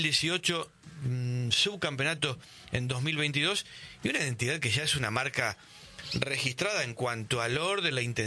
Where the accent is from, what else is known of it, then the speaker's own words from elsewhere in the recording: Argentina; Nosotros como argentinos queremos y creemos que Argentina puede pelear el torneo.